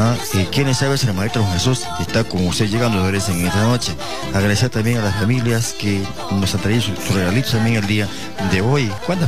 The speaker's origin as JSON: {"language": "Spanish", "town": "Huamachuco", "region": "La Libertad", "country": "Peru", "said": "Bueno, yo soy acá de Huamachuco, soy de Urupay, nos vamos a Urupay en esta santa noche."}